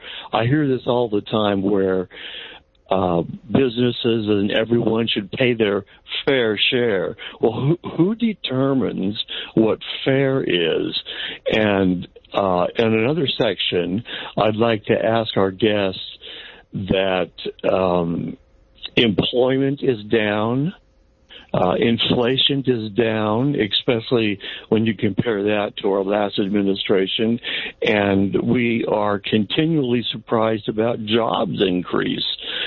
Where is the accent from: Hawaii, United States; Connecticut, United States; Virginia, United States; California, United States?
California, United States; Yes, I am from California, a very tax-happy state.